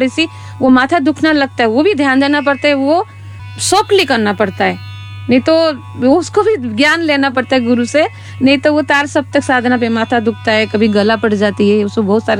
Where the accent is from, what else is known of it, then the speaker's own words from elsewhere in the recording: Bhadrak, Odisha, India; ओडिशा भद्रक वाले सोरे खेरिया उधर से हूँ